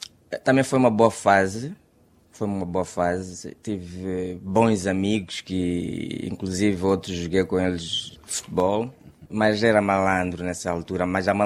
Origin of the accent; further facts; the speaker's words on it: Tete, Mozambique; born there; also born or lived in the interior (rural area); conheci o Beto Mackenzie e foi meu primeiro amigo em Tete, porque foi lá da escola.